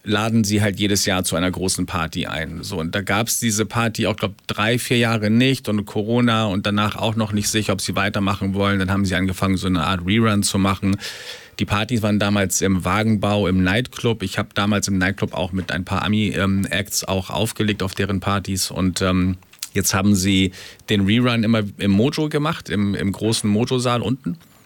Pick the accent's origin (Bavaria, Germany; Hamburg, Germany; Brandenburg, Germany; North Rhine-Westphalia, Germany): Hamburg, Germany; Ich komme aus Hamburg, gebürtiger Hamburger, in Billstedt groß geworden und lebe jetzt in Eimsbüttel.